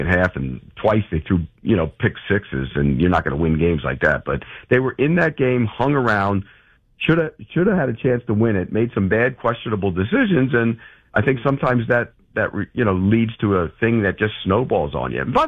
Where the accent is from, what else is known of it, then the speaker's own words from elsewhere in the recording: Naples, Campania, Italy; No, Naples.